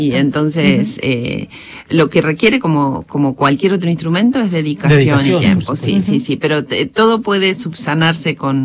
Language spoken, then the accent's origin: Spanish; Concepción del Uruguay, Entre Ríos, Argentina; tanto Victoria como yo, en realidad somos de Concepción del Uruguay, Entre Ríos